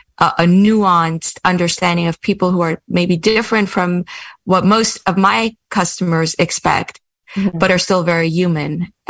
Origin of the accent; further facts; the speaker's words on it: Kiryas Joel, New York, United States; moved away as an adult; So I grew up in Kiryas Joel. I grew up in a very, I suppose there is a spectrum in every Hasidic community, including in Kiryas Joel.